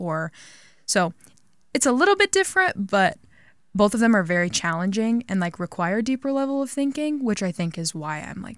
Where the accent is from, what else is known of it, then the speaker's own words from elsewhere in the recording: Ava, Illinois, United States; So I'm actually from a really small town about 30 minutes away from Carbondale, Illinois. Shocking, I know. It's called Ava.